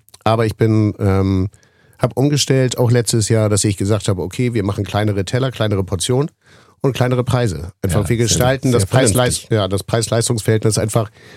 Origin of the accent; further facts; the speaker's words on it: Mölln, Schleswig-Holstein, Germany; born there; now in Hamburg, Germany; Das passte mir auch sehr gut, weil ich bin gebürtiger Möllner.